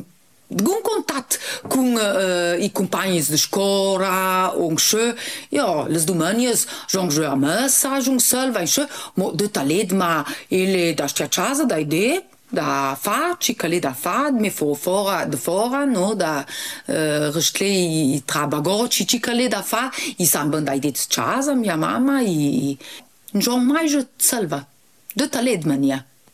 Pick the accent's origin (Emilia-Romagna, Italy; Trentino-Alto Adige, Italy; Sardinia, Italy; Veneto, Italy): Trentino-Alto Adige, Italy; Selva di Val Gardena; Io sono cresciuta su di Gardena, di Selva, di Avisa ula, sono cresciuta su sul Luc da Linaccia, che è sulla Selva diversa di Plan de Gralba